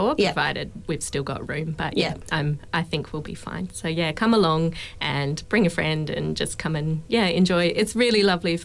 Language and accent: English; Bridgetown, Western Australia, Australia; And then on Sunday we're playing in Bridgetown, back in my hometown